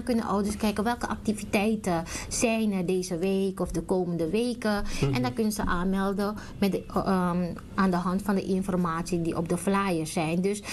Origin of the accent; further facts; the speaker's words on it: Suriname; now in Amsterdam, Netherlands; Ik ben in Suriname opgegroeid en Ik woonde op Gijsvleit.